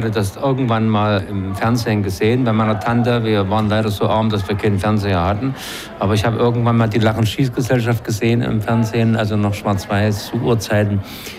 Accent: Zwickau, Saxony, Germany; Aber in meiner Heimatstadt Zwickau gab es kein Kabarett. Und als ich dann zum Studium nach Leipzig kam, habe ich einfach überall gefragt

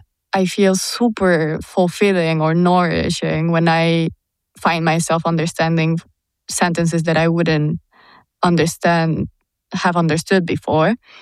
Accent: Lima, Peru; I would say people in Lima, maybe we tend to express ourselves softly

